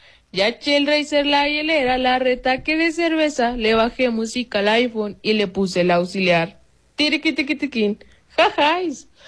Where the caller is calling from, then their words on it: Nogales, Sonora, Mexico; te escucho desde Nogales